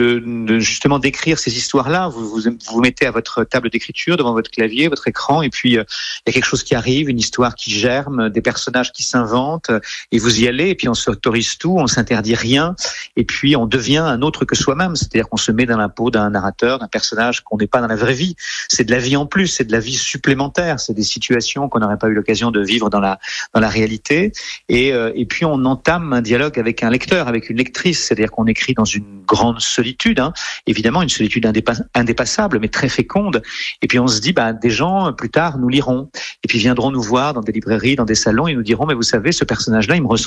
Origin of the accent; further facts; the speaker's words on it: France; moved away as an adult; also born or lived in Montreal; en 99, je vivais à Montréal, donc j'étais loin de la France, loin de mes bases, dans le décalage horaire.